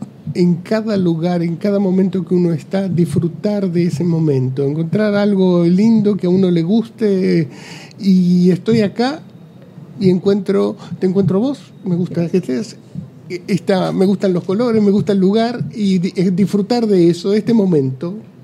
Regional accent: Buenos Aires, Argentina; born there; Y yo soy de pleno centro, nací en Corrientes y Talcahuano, claro.

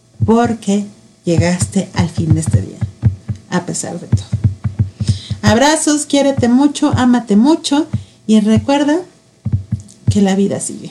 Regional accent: Toluca, State of Mexico, Mexico; Pues te mando un beso … de Toluca, Estado de México

